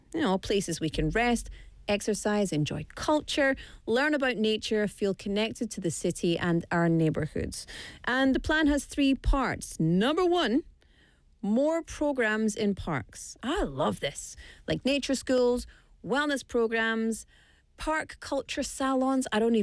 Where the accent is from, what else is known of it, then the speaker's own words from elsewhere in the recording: Glasgow, Scotland, United Kingdom; now in Busan, South Korea; Glasgow's nickname, so I'm from Scotland, if you didn't know, Glasgow's nickname is Deer Green Place because there are so many parks.